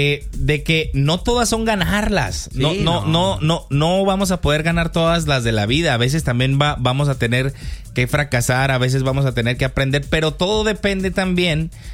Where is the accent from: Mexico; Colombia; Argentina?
Mexico